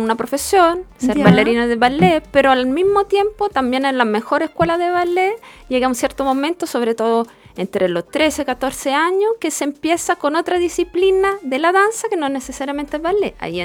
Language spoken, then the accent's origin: Spanish; Italy; Spanish is a second language; now in Chile; Mi acento me delata, soy italiana. Nací en Italia hace unos cuantos años.